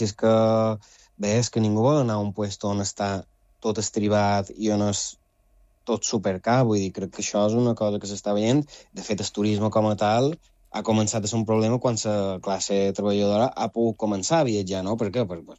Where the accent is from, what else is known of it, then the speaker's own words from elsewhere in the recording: Balearic Islands, Spain; com a mallorquí, com a resident de l'illa